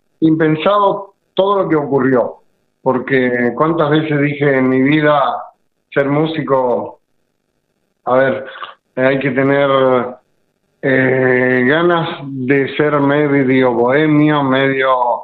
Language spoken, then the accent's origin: Spanish; Misiones, Argentina; los que venimos de la chacra, amamos todo lo que da la tierra colorada, que es la tierra de Misiones.